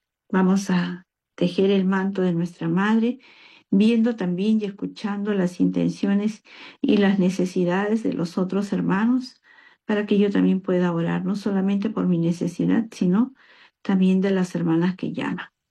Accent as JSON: {"language": "Spanish", "country": "Peru"}